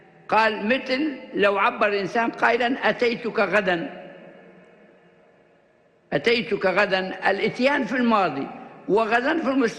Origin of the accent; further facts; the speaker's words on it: Libya; عندنا في ليبيا هنا